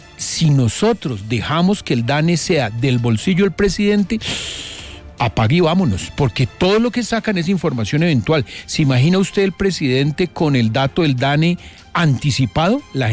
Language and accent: Spanish; Colombia